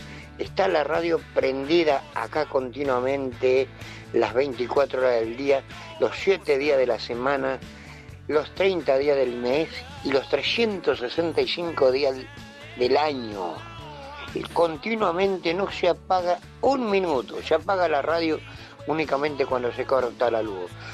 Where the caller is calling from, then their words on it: González Catán, Buenos Aires Province, Argentina; Te digo, mi número son 954 y soy de acá, de González Catán. Vivo solo, tengo 76 años.